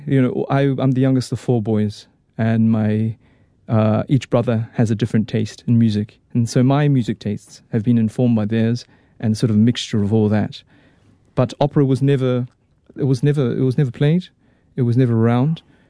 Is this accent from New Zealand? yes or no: yes; New Zealand; also born or lived in Australia; No, I was born in Australia, but that was very brief, but I grew up here in New Zealand. So I'm very much, I call myself a Tongan Kiwi.